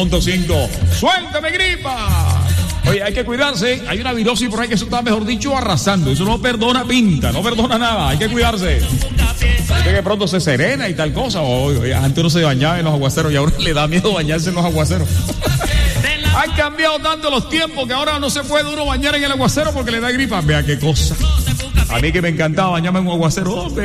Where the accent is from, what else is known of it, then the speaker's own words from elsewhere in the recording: El Carmen de Bolívar, Bolívar, Colombia; en mi tierra querida, en el Carmen de Bolívar.